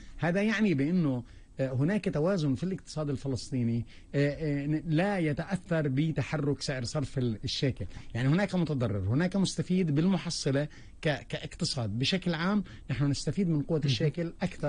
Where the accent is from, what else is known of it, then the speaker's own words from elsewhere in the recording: Palestine; نحن كفلسطينيين